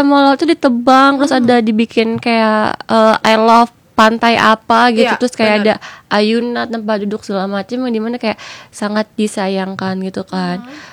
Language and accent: Indonesian; Indramayu, West Java, Indonesia; aku asalnya kan dari Cirebon, Indramayu.